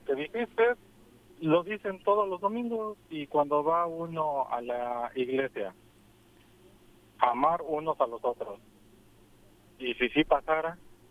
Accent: Mexico; nosotros como mexicanos celebramos.

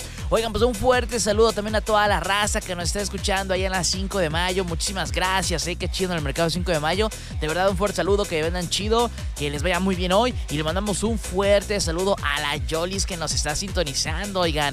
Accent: Mexico; nosotros como mexicanos, la verdad, pues como que desconocemos, ¿no? Y como que sí, vivimos aquí en México

